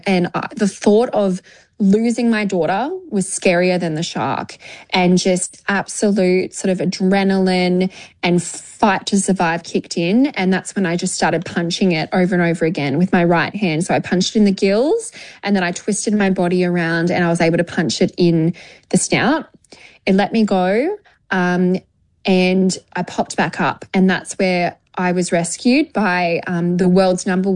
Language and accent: English; Australia; also born or lived in New Zealand; So I'm Australian and Kiwi. And I have been brought up in Australia, but I am still a very proud Kiwi. My family are from Hawke's Bay.